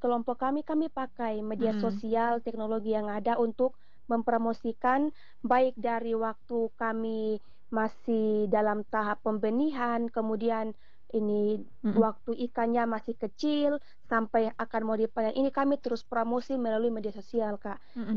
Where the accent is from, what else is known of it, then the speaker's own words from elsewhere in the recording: East Nusa Tenggara, Indonesia; di desa kami, Desa Kesetanan